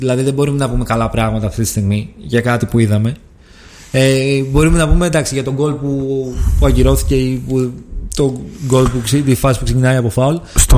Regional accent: Greece; το λέω γενικά σαν Έλληνες

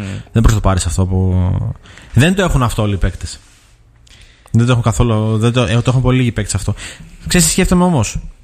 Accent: Greece; Είμαι νησιώτης και δεν ξέρω να χορεύω

